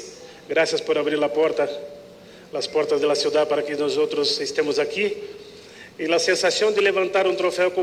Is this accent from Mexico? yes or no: no; Brazil; Spanish is a second language; Y claro, yo soy brasileño. En Brasil el fútbol es el deporte número uno.